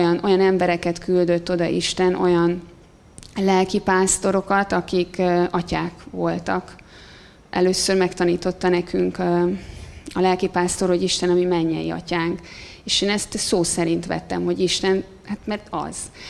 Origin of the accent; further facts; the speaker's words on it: Budapest, Hungary; azon a helyen, ahol mi laktunk, ahol fölnőttem Gazdagréten, egy katolikus és egy református közösségnek a plántálása.